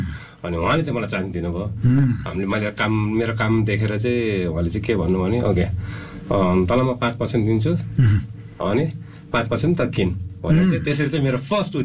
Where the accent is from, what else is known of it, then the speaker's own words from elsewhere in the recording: Dehradun, Uttarakhand, India; moved away as an adult; now in Nepal; देहरादुनमा म पढाइ म देहरादुनमा बस्यो, हुर्केँ, उहीँ होस्टेलमा पढ्यो, मैले पढाइ देहरादुन नै भयो.